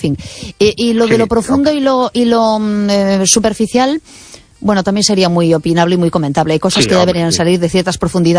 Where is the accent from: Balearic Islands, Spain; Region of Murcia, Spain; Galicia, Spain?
Galicia, Spain; A Coruña; now in Mos, Spain